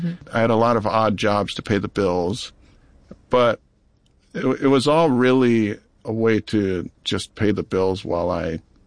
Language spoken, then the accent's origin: English; Maui, Hawaii, United States; I grew up on Maui. I didn't realize how sheltered I was until I was working at that group home.